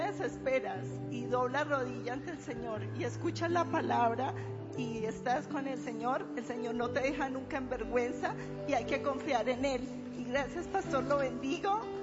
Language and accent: Spanish; Río Negro, Argentina; y hoy el Señor me trajo acá porque soy de Río Negro